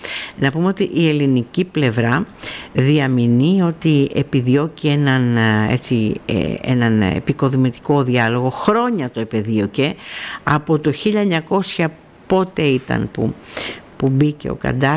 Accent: Kalymnos, South Aegean, Greece; διότι εμείς που ζήσαμε στην Κάλυμνο, που μεγαλώσαμε στην Κάλυμνο

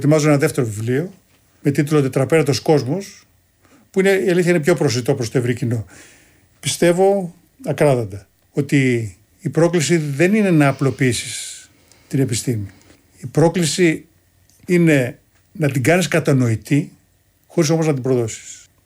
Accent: Kymi, Central Greece, Greece; Έτσι το λέμε στην πατρίδα μου στην Κύμη.

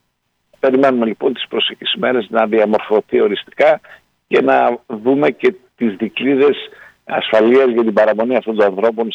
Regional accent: Greece; σαν Έλληνες

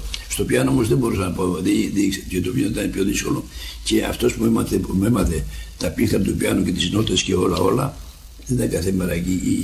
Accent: Patras, Western Greece, Greece; moved away as an adult; now in United States; Είμαι βέρος πατρινός. Κατάγομαι από πτωχή οικογένεια.

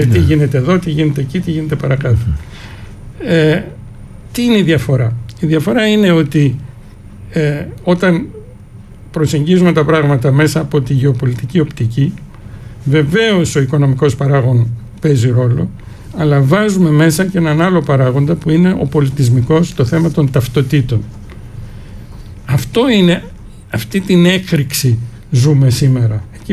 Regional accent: Greece

